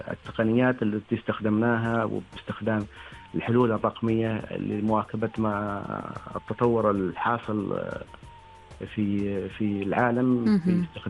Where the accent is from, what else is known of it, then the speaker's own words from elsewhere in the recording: Oman; لنفتخر بوطننا نحن كعمانيين